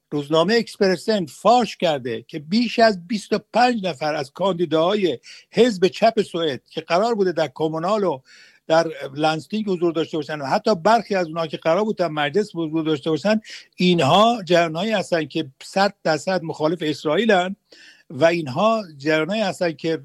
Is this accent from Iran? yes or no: yes; Iran; now in Sweden; من امروز به عنوان یک ایرانی سپاسگزار هستم